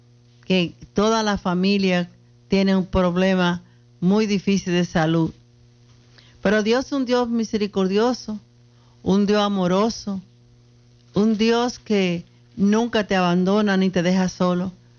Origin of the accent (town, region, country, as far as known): Dominican Republic